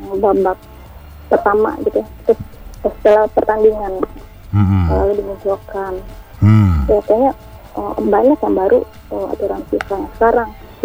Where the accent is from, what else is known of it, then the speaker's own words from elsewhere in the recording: Padang, West Sumatra, Indonesia; Soalnya saya sekolah dibesarkan di Padang.